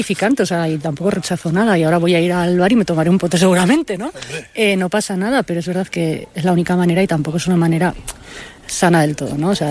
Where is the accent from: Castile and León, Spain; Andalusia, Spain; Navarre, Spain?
Navarre, Spain; Abaurrea Baja; Nada, en 10 minuticos o menos estoy en mi pueblo, en Abaurrea Baja, sí.